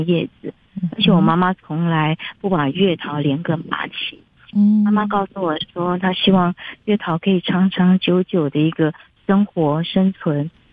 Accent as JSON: {"language": "Chinese", "region": "southern Taiwan", "country": "Taiwan", "said": "因为我们是南部人嘛，南部人，"}